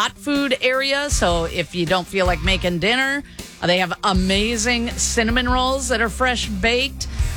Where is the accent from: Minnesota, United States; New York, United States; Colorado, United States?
Minnesota, United States; I was born and raised in Minnesota, so if I was in Minnesota right now, I would go to the Quick Trip.